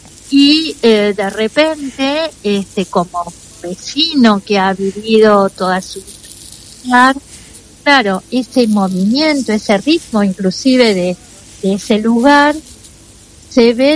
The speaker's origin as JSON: {"language": "Spanish", "town": "Colonia del Sacramento", "region": "Colonia", "country": "Uruguay", "said": "Soy de Colonia del Sacramento."}